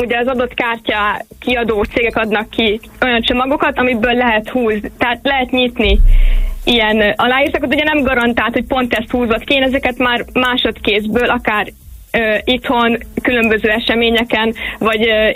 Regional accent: Hungary; Így van, de hát ugye magyarok vagyunk

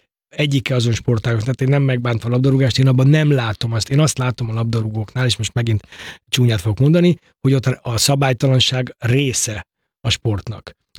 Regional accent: Budapest, Hungary; Én a Pongrácz telepen nőttem fel 14 éves koromig, és aztán elköltöztünk egy steril környezetbe, Rákoskeresztúrra

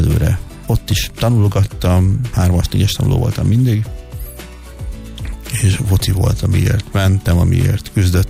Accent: Bács-Kiskun, Hungary; born there; Én egy Bácsiskun megyei kis településen születtem, egy cigánytelepen, nullát cigány származású vagyok

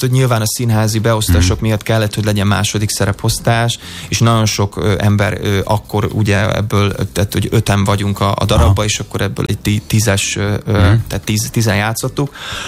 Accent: Hungary; moved away as an adult

